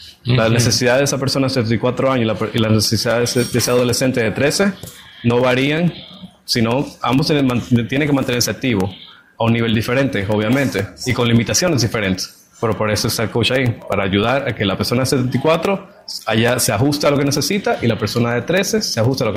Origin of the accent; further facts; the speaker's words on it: Dominican Republic; now in United States; Dominicano.